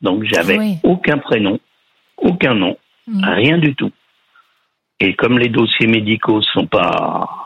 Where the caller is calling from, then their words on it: Bourron-Marlotte, Île-de-France, France; De Bourg-Marlotte, en Seine-et-Marne.